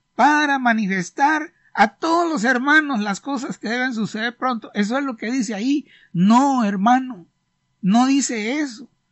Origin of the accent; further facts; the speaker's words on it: Honduras; Así que siervo aquí, como dicen en algunas partes, yo soy de Honduras, que dice esa expresión de siervo en la Biblia no es comida de trompudo, hermano.